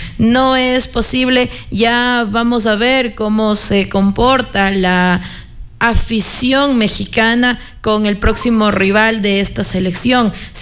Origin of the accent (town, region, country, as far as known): Ecuador